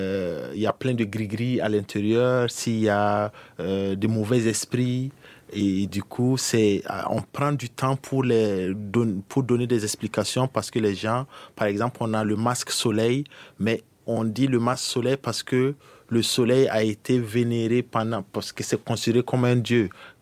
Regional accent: Burkina Faso; moved away; en tant que Burkinabé

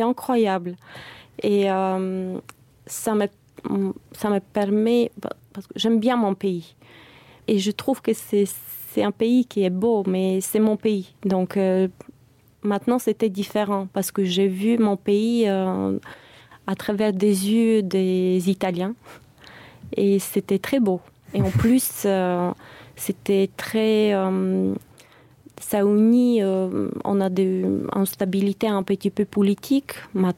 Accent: Bulgaria; French is a second language; J'ai fait l'expérience quand je disais que je viens de la Bulgarie.

